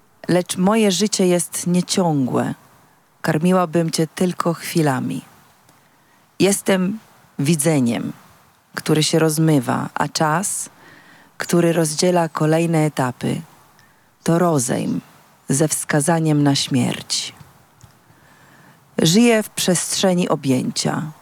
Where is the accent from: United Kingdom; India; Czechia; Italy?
Italy; Marche; Polish is a second language; moved away; ja jestem z Marki, nie z Wenecji.